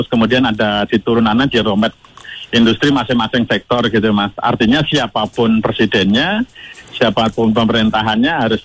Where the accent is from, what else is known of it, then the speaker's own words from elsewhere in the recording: Bojonegoro, East Java, Indonesia; Kebetulan saya dari Bojonegoro, Mas.